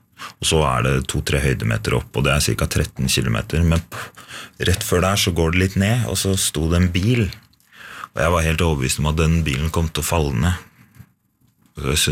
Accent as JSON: {"language": "Norwegian", "area": "Finnskogen", "region": "Innlandet", "country": "Norway", "tie": "born or raised there", "said": "for en som har tilbrakt store deler av oppveksten på Finnskogen og løpt gjennom lignende områder siden man var liten gutt"}